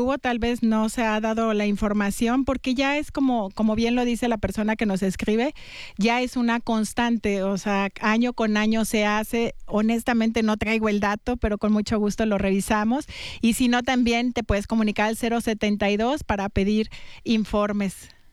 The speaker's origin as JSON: {"language": "Spanish", "country": "Mexico"}